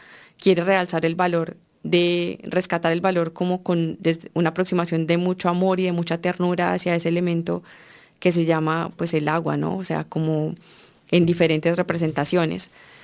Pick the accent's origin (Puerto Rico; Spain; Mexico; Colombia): Colombia; como lo es el paisaje colombiano y como lo somos los colombianos mismos, que somos de todos los colores.